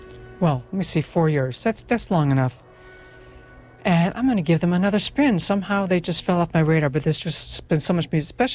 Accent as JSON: {"language": "English", "region": "Michigan", "country": "United States", "said": "which of course really grabbed my eyes because I'm from Michigan, and when I first heard about Hell, Michigan, I thought it was a joke."}